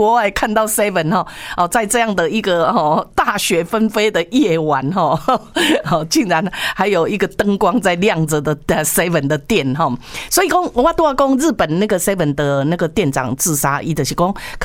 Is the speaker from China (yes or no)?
no; Taiwan; 我们台湾人